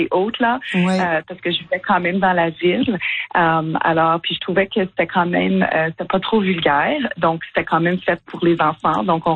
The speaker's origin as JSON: {"language": "French", "region": "Quebec", "country": "Canada", "said": "je suis membre de la Nation Wendat et puis mon père, il est métis de Saskatchewan. Alors, j'ai plusieurs identités, donc interpersonnalités autochtones"}